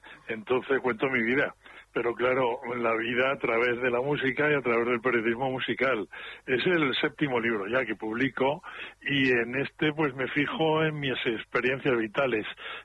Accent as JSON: {"language": "Spanish", "town": "Haro", "region": "La Rioja", "country": "Spain", "tie": "born or raised there", "moved": "yes", "lives_now": "Madrid, Spain", "said": "Mi madre pues tenía la radio puesta siempre mientras yo estaba haciendo los deberes en mi pueblo, en Haro, en La Rioja, o mientras estaba jugando a las chapas."}